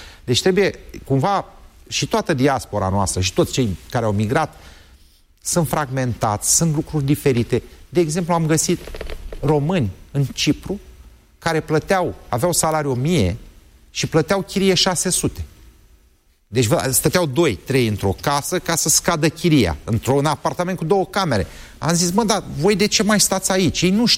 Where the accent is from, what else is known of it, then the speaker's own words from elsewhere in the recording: Slobozia, Ialomița County, Romania; Bine, dar eu sunt din Slobozia și n-am 3 ani, că nu știa.